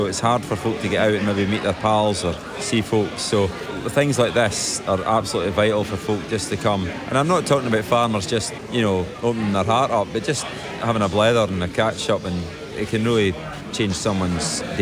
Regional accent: Scotland, United Kingdom; I don't know how it is in Shetland, but back home in Perthshire, there's not so many local markets or that anymore.

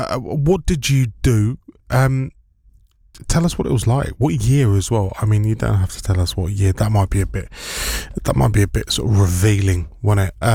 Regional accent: London, United Kingdom; where I grew up in Wembley, northwest London.

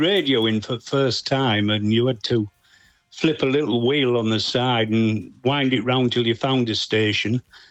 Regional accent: Whitby, Yorkshire and the Humber, United Kingdom; Yeah, born and bred in Whitby, live there now still.

